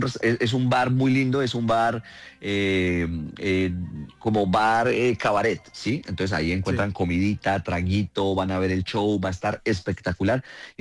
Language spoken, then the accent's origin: Spanish; Bucaramanga, Santander, Colombia; Y yo tengo la costumbre de que yo hablo muy rápido porque yo soy de Bucaramanga y yo hablo así como a toa.